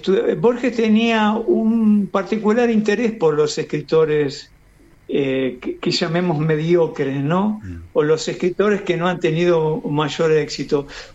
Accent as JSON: {"language": "Spanish", "town": "Quilmes", "region": "Buenos Aires Province", "country": "Argentina", "said": "yo soy de Quilmes. Soy un hombre del conurbano, así que soy de Quilmes."}